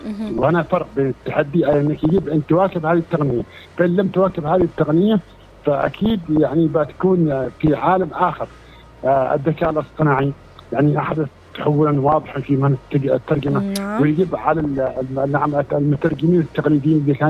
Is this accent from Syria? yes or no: no; Yemen; ايضا عندنا في اليمن المنتجات الصينية اللي موجودة في السوق،